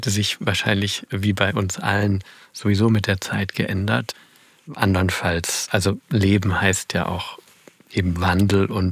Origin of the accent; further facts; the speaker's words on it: Baden-Württemberg, Germany; Die oberschwäbische, oh Gott, da weiß ich gar nicht mehr, ob ich da noch die Verbindung habe mit meiner alten Heimat, um das zu sagen.